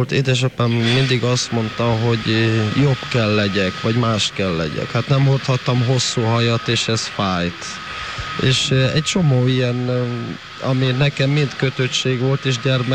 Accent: Hungary

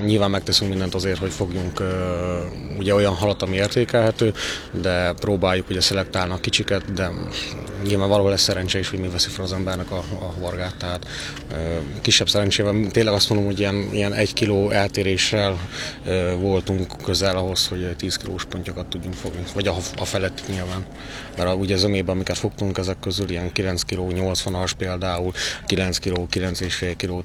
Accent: Debrecen, Hajdú-Bihar, Hungary; Debrecen.

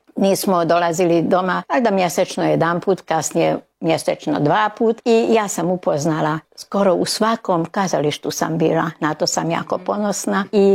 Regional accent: Udvar, Baranya, Hungary; Ja sam u Udvaru rođena, u onoj kući gdje ćemo i posjetiti.

